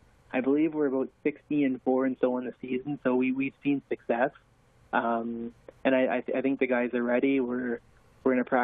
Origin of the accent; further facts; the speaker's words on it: LaSalle, Ontario, Canada; also born or lived in Iowa / Livonia, Michigan; I grew up in the LaSalle, Amherstburg area.